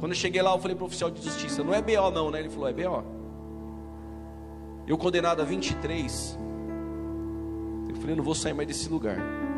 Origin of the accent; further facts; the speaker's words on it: Campinas, São Paulo, Brazil; eu sou de Campinas, Hortolândia é perto de Campinas.